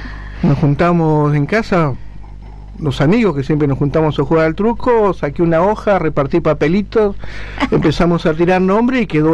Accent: Comodoro Rivadavia, Chubut, Argentina; now in Neuquén, Argentina; Yo no soy neuquino, yo vengo de Comodoro Rivadavia.

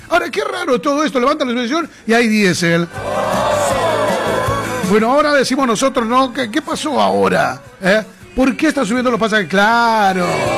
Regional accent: Bolivia; acá no hay distinción porque todos somos bolivianos.

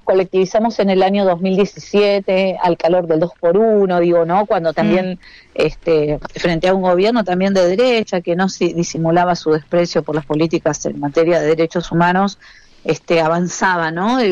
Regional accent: Argentina

